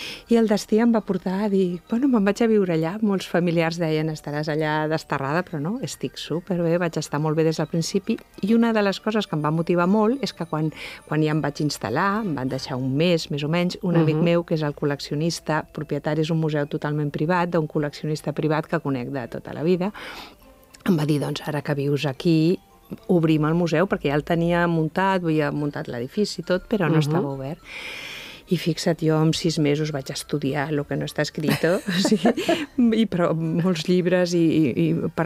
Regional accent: Barcelona, Catalonia, Spain; moved away as an adult; now in La Buerda, Spain; jo vivia i soc de Barcelona, però el meu pare, els meus arrels, per part de pare, són d'aquest poble del Pirineu aragonès

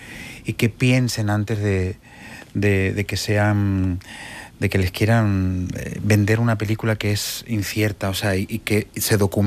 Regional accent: Badalona, Catalonia, Spain; Federico estuvo en mi tierra, ¿no?

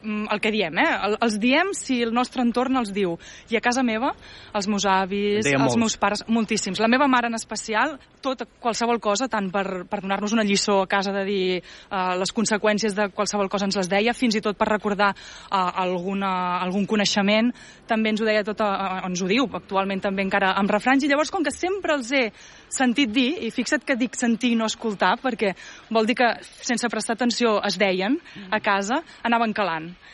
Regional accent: Arenys de Mar, Catalonia, Spain; jo vinc d'Arenys de Mar, que és terra de puntes de coixí

